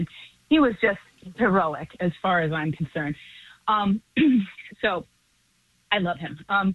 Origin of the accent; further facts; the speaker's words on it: Boston, Massachusetts, United States; moved away as an adult; now in Bronx, New York, United States; I've been in New York 20 years, but I grew up in Boston, and I was about 16 when Barney Frank came out.